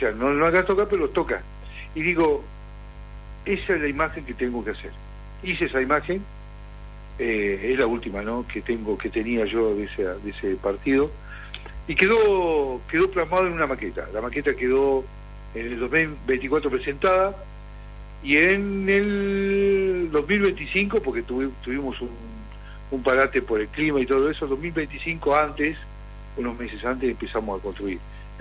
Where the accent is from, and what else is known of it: Argentina